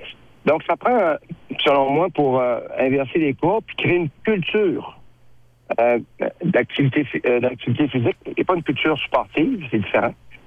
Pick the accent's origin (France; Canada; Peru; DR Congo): Canada; Saguenay, Quebec; Chez nous, au Saguenay